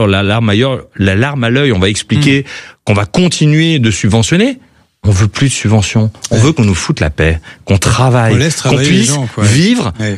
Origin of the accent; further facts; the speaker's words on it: Grand Est, France; Moi, je suis alsacien